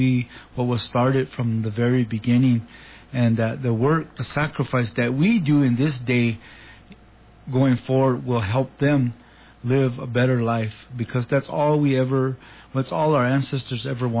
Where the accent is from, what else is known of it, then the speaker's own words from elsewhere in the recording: Tamaya, New Mexico, United States; It's just my perspective as growing up on Tamaya, at Tamaya, and just reflecting back what I was taught from my ancestors